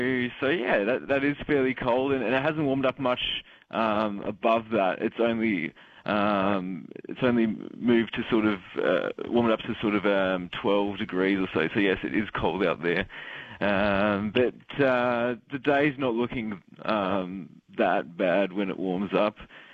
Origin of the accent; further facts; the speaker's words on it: Sydney, New South Wales, Australia; So, I mean, I'm from Sydney, so... but no, it's cold, though.